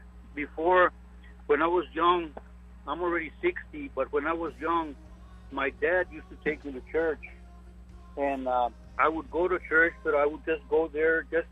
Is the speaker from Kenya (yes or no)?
no; Texas, United States; I even had a car club there in Rio Grande, because I'm originally from Rio Grande.